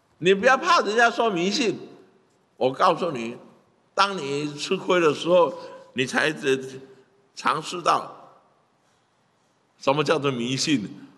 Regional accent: Taiwan; 因为台湾是我们在这里土生土长，给我们教育，给我们长大，亲戚朋友协助我们都是我们的贵人

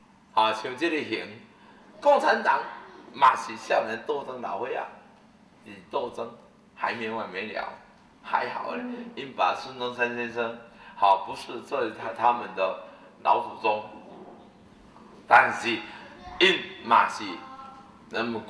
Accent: Taiwan; born there; 我们出生在我们在台湾

